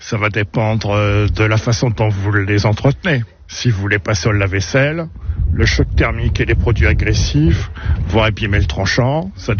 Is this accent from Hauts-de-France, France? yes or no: yes; Corbie, Hauts-de-France, France; Je suis à Corbie, je suis d'ici.